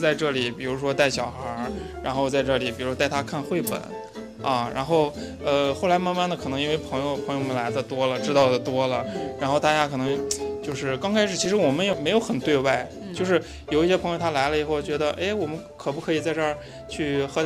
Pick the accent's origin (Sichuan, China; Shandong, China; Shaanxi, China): Shaanxi, China; Xi'an; 我是西安本地人，